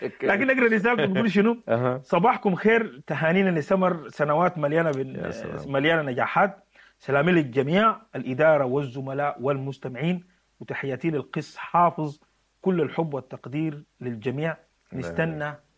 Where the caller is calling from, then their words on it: Canada; من كندا انا بحييك، بحيي زوجتك الفاضله